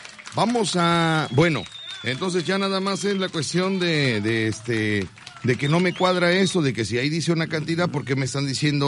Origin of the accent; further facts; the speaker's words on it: Veracruz, Mexico; todos crecimos en la Huaca. Y entonces, fíjate que los que nacimos ahí